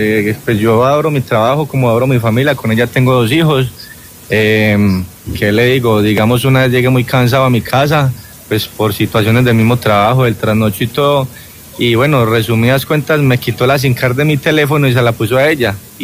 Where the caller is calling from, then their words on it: Colombia; Yo soy orgulloso transportador de Colombia.